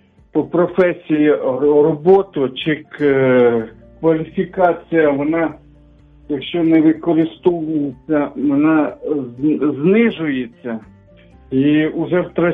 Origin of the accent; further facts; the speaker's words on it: Kaharlyk district, Kyiv Oblast, Ukraine; moved away; also born or lived in Irpin; Я сам виріс в селі Київської області, Кагарлицький район був, зараз Обухівський, і там дуже мало віруючих.